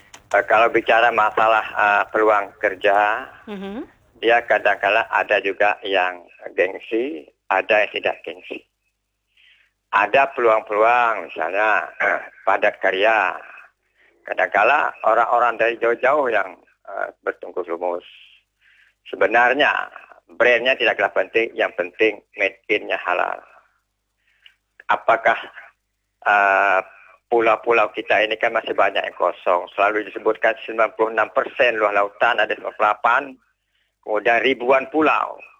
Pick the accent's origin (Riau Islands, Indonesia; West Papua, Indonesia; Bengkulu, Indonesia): Riau Islands, Indonesia; Bunguran Utara; Seperti di kampung saya di Bungurang Utara itu apa nih bendungan irigasi terbesar di Riau.